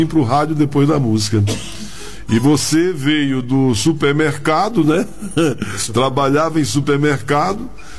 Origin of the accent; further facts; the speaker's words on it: Northeast Region, Brazil; Graças a Deus, eu, como bom nordestino, Deus me deu também essa ramificação.